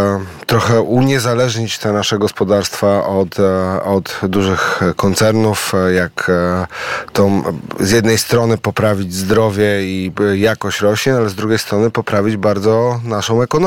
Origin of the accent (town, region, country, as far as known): Warmian-Masurian Voivodeship, Poland